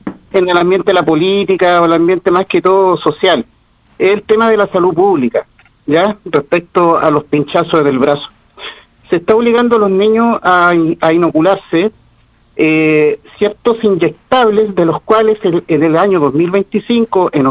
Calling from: Concepción, Biobío, Chile; Hablo desde Concepción.

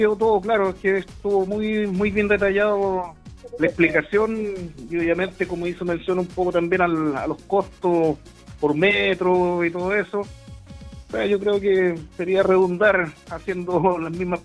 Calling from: San Fernando, Chile; Yo soy de acá de San Fernando

